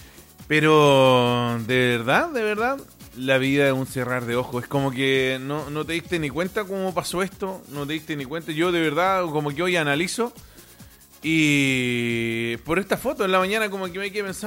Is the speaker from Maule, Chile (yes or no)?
yes; Curicó Province, Maule, Chile; born there; por algo nacimos en Chile, en la provincia de Curicó.